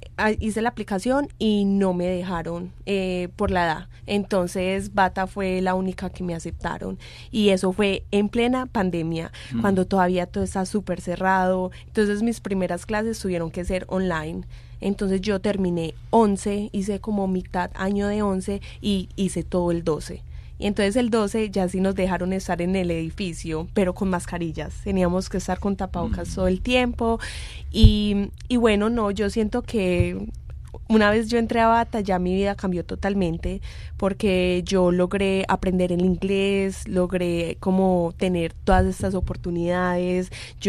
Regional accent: Don Matías, Antioquia, Colombia

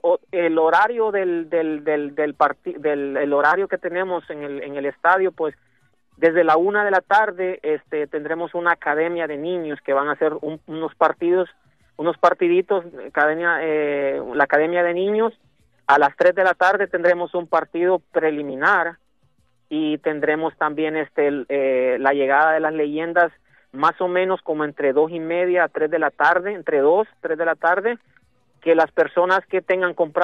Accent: Honduras; now in Boston, United States; soy hondureño

